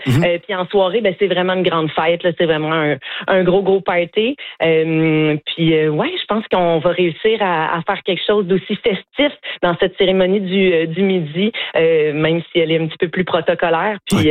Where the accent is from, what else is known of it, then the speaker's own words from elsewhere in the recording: Quebec, Canada; Moi, je suis québécoise.